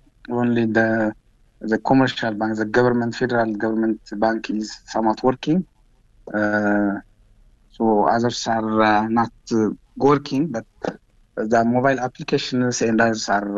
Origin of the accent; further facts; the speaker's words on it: Mekelle, Tigray, Ethiopia; from Mogale.